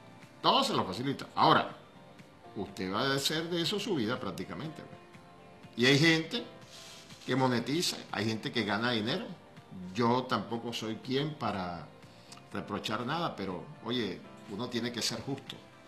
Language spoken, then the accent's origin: Spanish; Cantaura, Anzoátegui, Venezuela; moved away; allá en mi pueblo, mi amado pueblo en Cantaura, en Chamariapa, donde nací hace 61 años